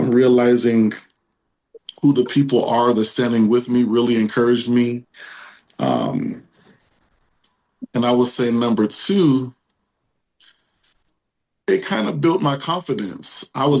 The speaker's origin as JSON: {"language": "English", "town": "Sacramento", "region": "California", "country": "United States", "moved": "as an adult", "lives_now": "Hayward, United States", "said": "I relocated to the Bay Area. I'm originally from Sacramento."}